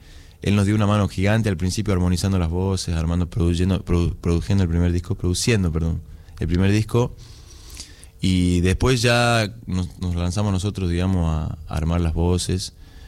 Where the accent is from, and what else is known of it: Salta, Argentina